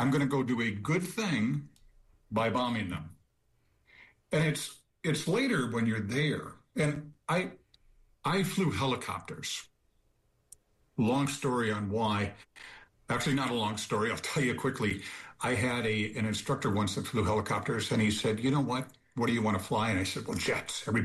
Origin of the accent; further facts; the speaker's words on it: Fridley, Minnesota, United States; I actually grew up in Fridley, Minnesota, a little suburb of Minneapolis.